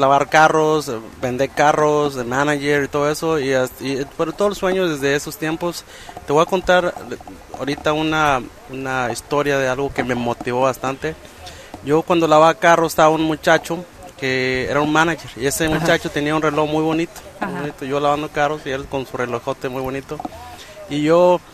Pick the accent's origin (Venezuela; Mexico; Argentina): Mexico; Nayarit; born there; yo nací en Nayarit, en un rancho que no aparece, yo lo puse en el mapa porque literalmente fui a Google